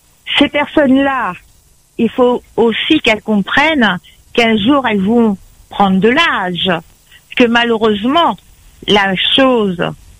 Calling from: East of Réunion, Réunion; Moi, je suis dans l'Est.

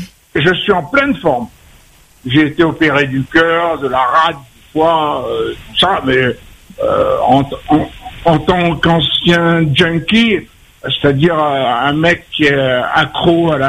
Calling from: Réunion; il y a plus de 30 ans que je suis à La Réunion.

